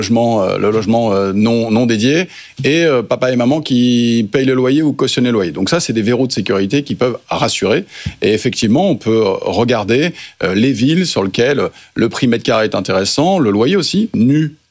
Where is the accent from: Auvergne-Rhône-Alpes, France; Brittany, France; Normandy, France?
Normandy, France; Caen; Et Caen, que je connais bien, c'est ma ville natale, ma ville préférée, forcément.